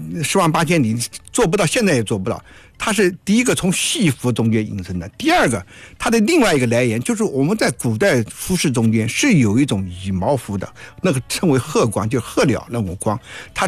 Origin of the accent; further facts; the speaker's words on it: China; 我们中国人